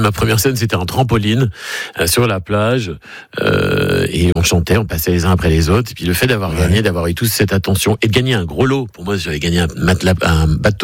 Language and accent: French; Paris, Île-de-France, France; je suis un petit poulbeau moi de Montmartre, j'étais dans le 18e et j'ai eu une vie de village finalement dans Paris.